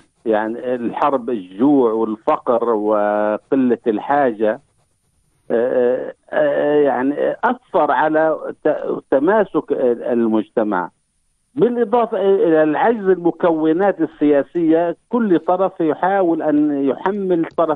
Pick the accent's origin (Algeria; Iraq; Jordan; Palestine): Palestine; كنا نحن كفلسطينيين نعاني أزمة على مستوى الانقسام